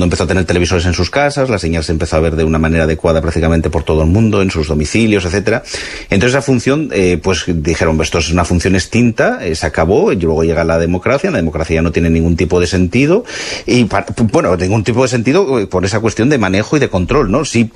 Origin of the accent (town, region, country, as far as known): Spain